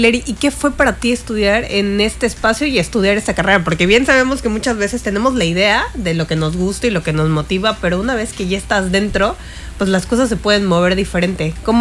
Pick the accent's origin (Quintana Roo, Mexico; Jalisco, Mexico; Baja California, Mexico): Quintana Roo, Mexico; Chetumal; yo soy de Chetumal, de la capital de Quintana Roo